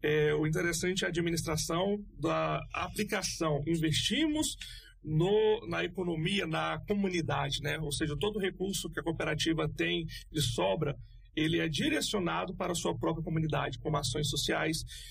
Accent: Campos Belos, Goiás, Brazil; Sou de Campos Belos, Goiás, ali divisa com Tocantins, Bahia.

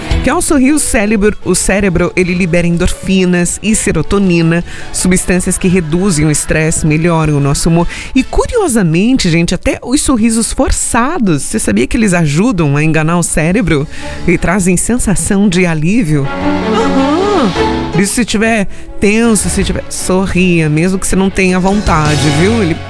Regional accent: Brazil; born there; Graças a Deus, a gente nasceu no Brasil.

